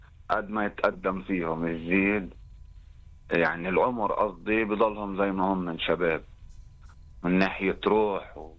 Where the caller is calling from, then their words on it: Jordan; من الأردن.